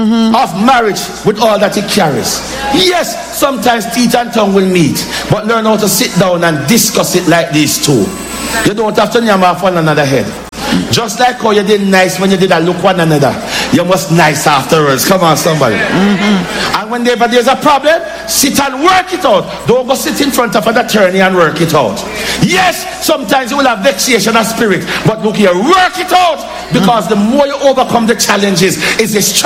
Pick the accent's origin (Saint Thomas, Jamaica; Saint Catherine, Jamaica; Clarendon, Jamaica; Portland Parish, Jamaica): Portland Parish, Jamaica; moved away; When we were children growing up in Portland